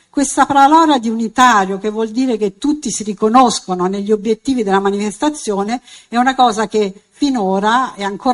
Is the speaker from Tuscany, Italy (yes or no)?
no; Rome, Lazio, Italy; now in Milan, Italy; Io sono romana di origine